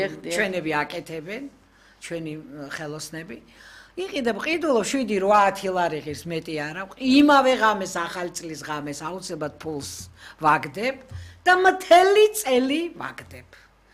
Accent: Tbilisi, Georgia; მე ჩემი თბილისიდან მოვდივარ, იმ უბნებიდან მოვდივარ, სადაც კარიარი კეტებოდა

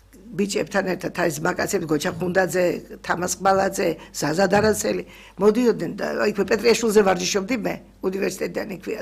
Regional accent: Urbnisi, Shida Kartli, Georgia; born there; ჩემი სოფელში იყო ურუბნიში ქართლში და იქ დავიბადე

